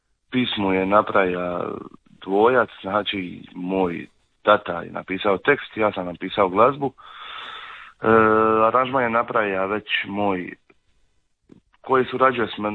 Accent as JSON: {"language": "Croatian", "town": "Zaton", "region": "Šibenik-Knin County", "country": "Croatia", "said": "Spot je sniman u Zatonu kod Šibenika, odakle sam ja, tu u jednoj konobi kod gospodina jednog gdje se mi zimi okupljamo tako Zatonjani, pivamo i idemo na karte i tako dalje."}